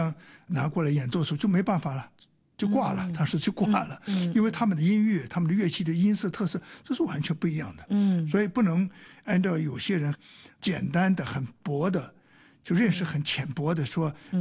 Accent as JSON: {"language": "Chinese", "country": "Hong Kong", "said": "但我们香港人喜欢这么说交响化"}